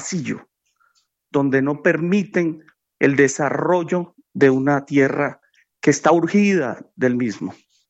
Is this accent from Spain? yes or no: no; Buenaventura, Valle del Cauca, Colombia; moved away; Soy hijo de Buenaventura, resido en otra ciudad no porque yo quiera, sino porque me toca, porque no hay oportunidades.